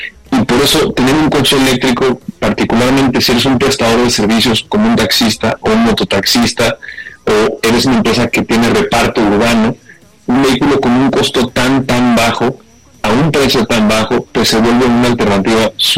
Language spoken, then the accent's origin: Spanish; Mexico